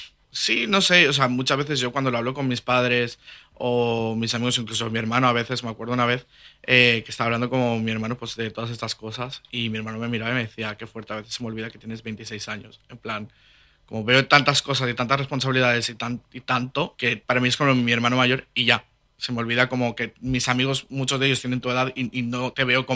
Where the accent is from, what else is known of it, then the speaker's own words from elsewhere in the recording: Valencian Community, Spain; bueno, soy de Aimus, de un pueblo aquí al lado de Gandía.